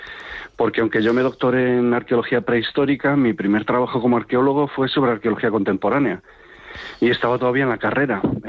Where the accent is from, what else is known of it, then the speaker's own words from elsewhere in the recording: Galicia, Spain; Y lo hice en mi pueblo, lo hice en Galicia.